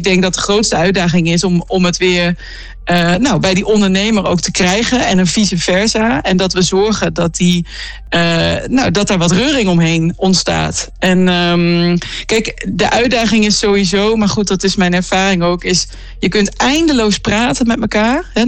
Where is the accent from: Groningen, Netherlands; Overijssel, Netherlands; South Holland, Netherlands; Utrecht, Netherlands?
Groningen, Netherlands; Veendam; born there; Ja, ik ben geboren in Veendam en gestudeerd in Groningen. Dus en het mooie is, we gaan ook weer terug naar Veendam om daar te gaan wonen.